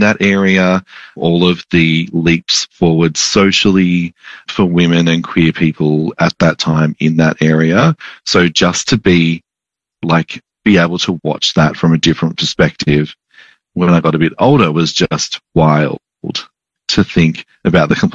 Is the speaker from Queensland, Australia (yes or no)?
no; Sydney, New South Wales, Australia; I grew up in Sydney.